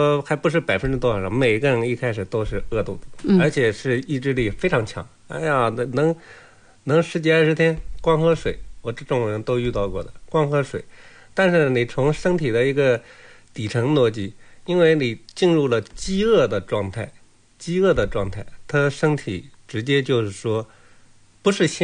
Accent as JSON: {"language": "Chinese", "country": "China"}